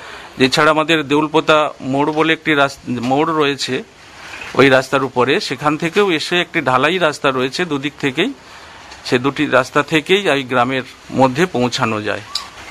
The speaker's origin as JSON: {"language": "Bangla", "region": "West Bengal", "country": "India", "said": "আমাদের গ্রামটি খুব মনোরম গ্রাম, যে গ্রামীণ যে পরিবেশ সেই গ্রামীণ পরিবেশ রয়েছে। তো এখানে এই যে ঐতিহ্যপূর্ণ গ্রাম, এই গ্রামটি মহিষাদলের যে ইতিহাস, যে মহিষাদলের যে রাজবাড়ি, সেই ইতিহাসের সঙ্গেও"}